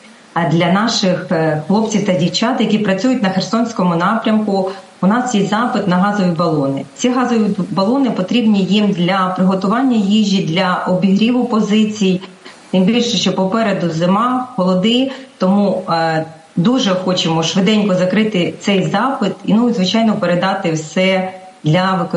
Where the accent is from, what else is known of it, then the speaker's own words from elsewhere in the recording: Kherson, Kherson Oblast, Ukraine; я пишаюсь тим, що я херсонка